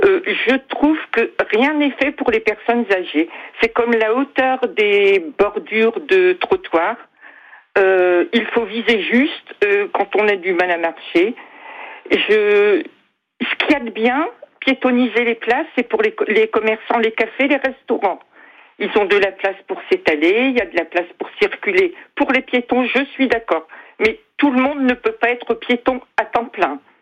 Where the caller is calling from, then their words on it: Valenciennes, Hauts-de-France, France; Je vais prendre comme exemple notre ville de Valenciennes